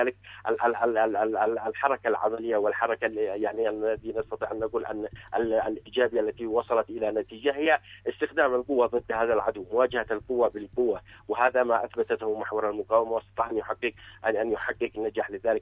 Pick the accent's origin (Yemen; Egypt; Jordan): Yemen